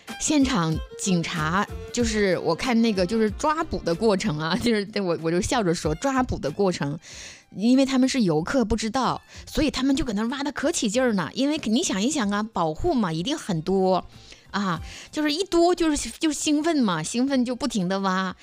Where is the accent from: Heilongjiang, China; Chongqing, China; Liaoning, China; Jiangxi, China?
Liaoning, China; Dalian; 我是大连人啊